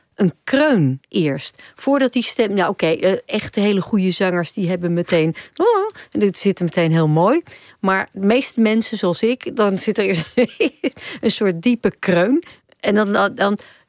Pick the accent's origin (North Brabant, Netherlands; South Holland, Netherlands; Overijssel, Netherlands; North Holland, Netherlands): North Holland, Netherlands; Amsterdam; voor mij als Amsterdammer